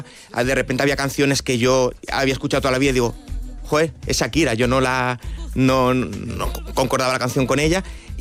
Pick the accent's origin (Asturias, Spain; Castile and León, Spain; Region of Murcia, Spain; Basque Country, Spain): Asturias, Spain; now in Madrid, Spain; Yo soy de Asturias y ahí yo tenía una habitación en mi casa que era...